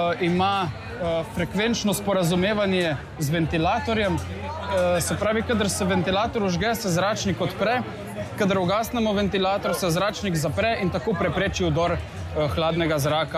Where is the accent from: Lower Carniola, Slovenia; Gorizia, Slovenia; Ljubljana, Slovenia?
Gorizia, Slovenia; Ajdovščina; Z Ajdovščine.